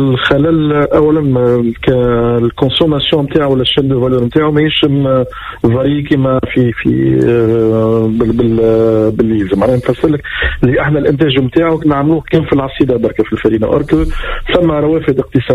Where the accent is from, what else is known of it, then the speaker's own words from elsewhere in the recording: Tunisia; أدرك عندنا في تونس تقريبا 3360 ألف هكتار معناها من الزقوق